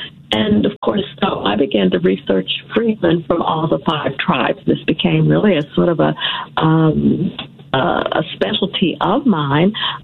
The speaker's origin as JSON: {"language": "English", "town": "Fort Smith", "region": "Arkansas", "country": "United States", "tie": "born or raised there", "moved": "yes", "lives_now": "Oklahoma, United States", "said": "I grew up actually on the Oklahoma-Arkansas border. My hometown is Fort Smith."}